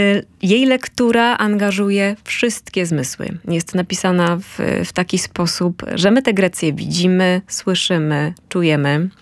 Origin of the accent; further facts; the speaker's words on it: Mrągowo, Warmian-Masurian Voivodeship, Poland; A ja się wychowałam w polskiej stolicy country.